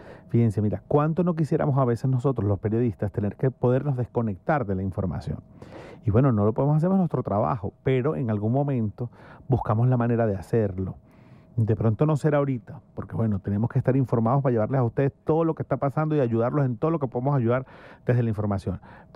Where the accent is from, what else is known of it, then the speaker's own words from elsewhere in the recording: Maracaibo, Zulia, Venezuela; yo soy de Maracaibo